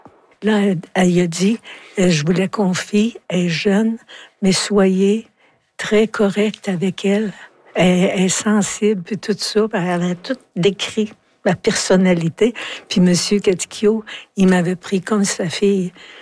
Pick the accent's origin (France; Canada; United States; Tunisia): Canada; Quebec; Mais tu sais, je viens de l'Abitibi